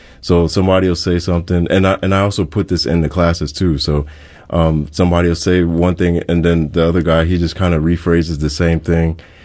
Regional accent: Hawaii, United States

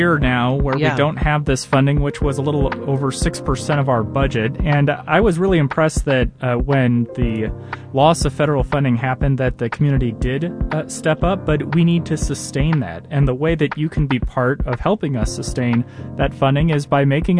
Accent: Illinois, United States; the Metro East, where both of us hail from

